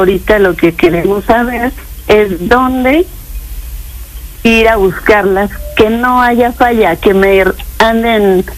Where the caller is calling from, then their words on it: Puebla, Mexico; Casi, casi somos como de la Sierra Norte.